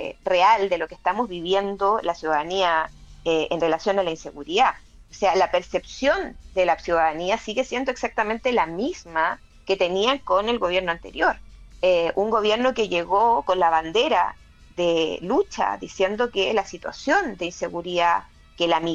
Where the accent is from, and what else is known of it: Chile; moved away